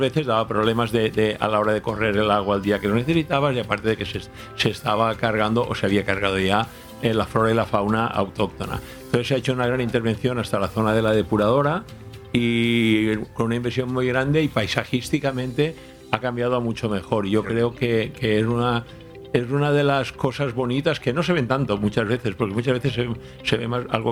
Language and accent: Spanish; Altea, Valencian Community, Spain; soy muy de Altea, me quiero mucho mi pueblo